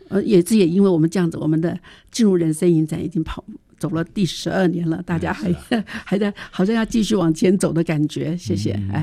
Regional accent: Taiwan

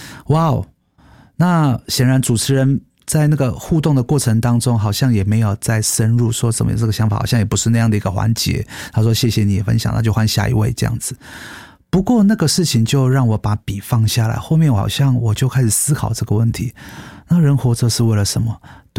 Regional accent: Taiwan; born there

